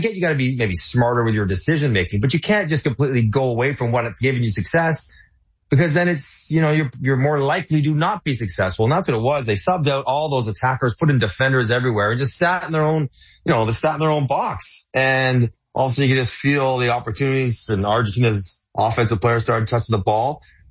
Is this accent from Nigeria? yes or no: no; Canada; I'm Canadian, not English